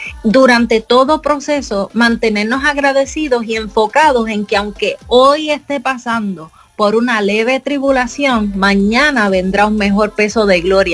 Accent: Puerto Rico; nosotros somos puertorriqueños y la iglesia de mi padre está ubicada en el pueblo de Gurabo.

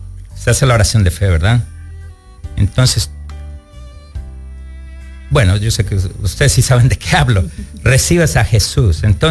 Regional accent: Mexico; now in Miami, United States; yo me crié en México

